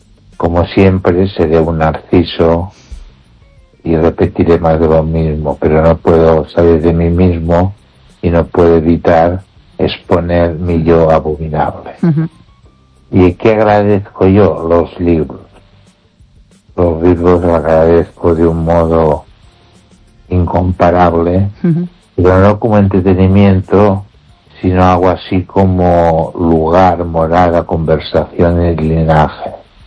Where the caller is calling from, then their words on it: Ourense, Galicia, Spain; de Orense.